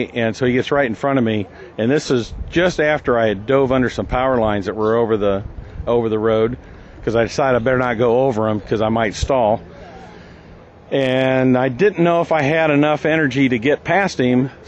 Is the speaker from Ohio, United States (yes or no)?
yes; Dayton, Ohio, United States; I'm from Dayton, Ohio.